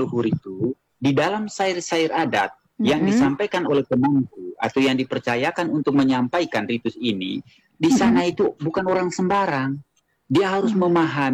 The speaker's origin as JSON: {"language": "Indonesian", "area": "Manggarai", "region": "East Nusa Tenggara", "country": "Indonesia", "said": "kalau selaku orang Manggarai"}